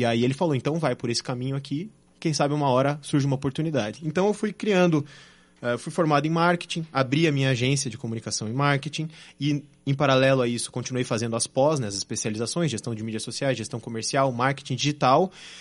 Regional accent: Curitiba, Paraná, Brazil; also born or lived in Rio de Janeiro / United States; Eu sou nascido em Curitiba, nasci aqui e com 1 ano e meio eu fui para o Rio de Janeiro, meu pai é carioca. E aí nós só moramos lá 2 anos, 2 anos e meio, daí voltamos para Curitiba e aí desde então estou aqui

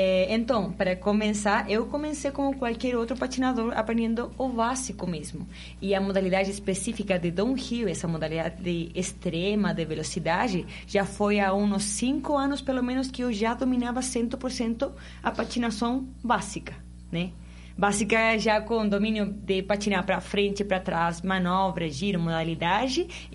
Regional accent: Curicó, Maule, Chile; Portuguese is a second language; Eu sou de Curicó. Sou atleta curicana. É uma região a 2 horas do Santiago, mais para o sul do Chile. É a 7ª região. Região do vinho, de agricultura, de frutas.

